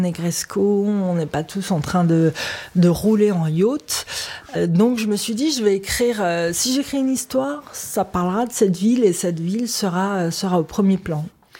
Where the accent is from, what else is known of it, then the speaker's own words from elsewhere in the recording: Nice, Provence-Alpes-Côte d'Azur, France; born there; moved away; also born or lived in Paris; Moi, je suis née à Nice et là, j'y vis, mais enfin, j'ai passé 22 ans à Paris.